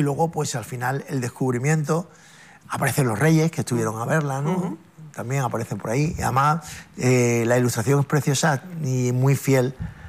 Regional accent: Ceuta, Spain; moved away as an adult; llevo ya 27 años viviendo en otras ciudades, y siempre cuando le digo, no, es que yo soy de Ceuta, yo soy caballa

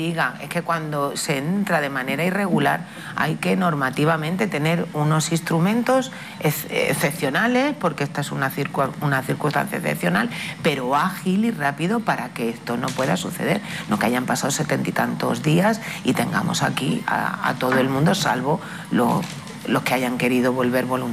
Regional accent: Ceuta, Spain; en Ceuta y en Melilla pues se vive una singularidad especial, ¿no? Parece que somos más españoles.

